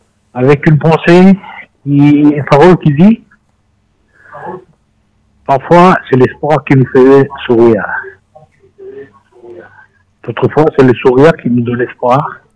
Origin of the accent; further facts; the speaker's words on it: Lille, Hauts-de-France, France; Je connais un peu parce que moi, je suis de Lille.